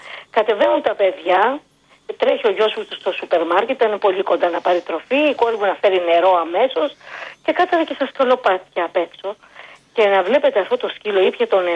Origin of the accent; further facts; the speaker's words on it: Attica, Greece; Μόνο τη μεγάλωσα σε ένα σπίτι, είμαι από Μεσόγεια.